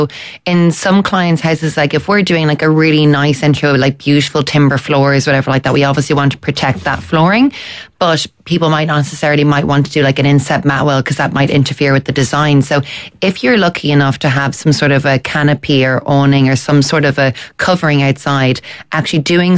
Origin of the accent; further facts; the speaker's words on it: County Wicklow, Ireland; I'm from Wicklow